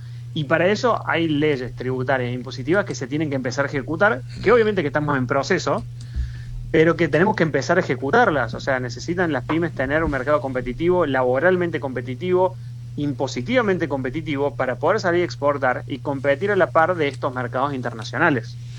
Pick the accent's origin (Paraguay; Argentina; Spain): Argentina; nosotros estábamos acostumbrados como argentinos a vivir de una forma